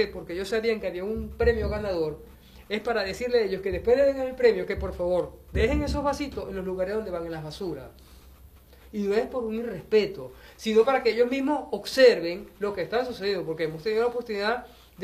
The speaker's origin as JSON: {"language": "Spanish", "town": "Maracaibo", "region": "Zulia", "country": "Venezuela", "said": "Nosotros siempre somos maravinos, pero no solamente somos maravinos, somos venezolanos con los brazos abiertos."}